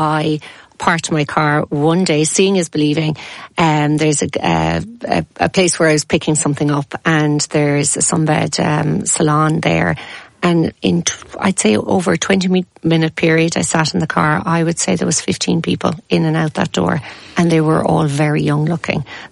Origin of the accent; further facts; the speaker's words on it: Ireland; we're fair, we're Irish.